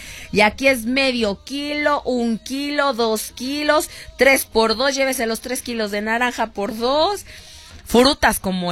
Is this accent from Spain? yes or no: no; Mexico